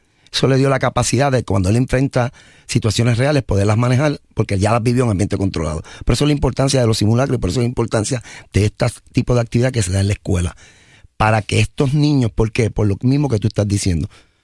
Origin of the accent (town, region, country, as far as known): Puerto Rico